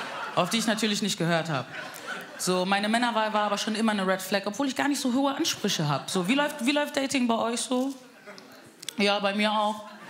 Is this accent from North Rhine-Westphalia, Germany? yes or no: no; Bavaria, Germany; now in Frankfurt, Germany; Mein Migrationshintergrund sieht man mir an. Ich bin aus Frankfurt. Spaß, ich bin eigentlich aus Bayern. Wirklich, bordisch Mädel.